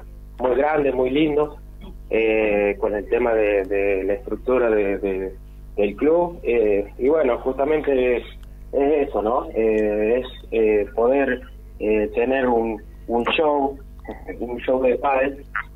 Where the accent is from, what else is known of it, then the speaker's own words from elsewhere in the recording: Catamarca, Argentina; Bueno, yo soy nacido y criado en Catamarca, yo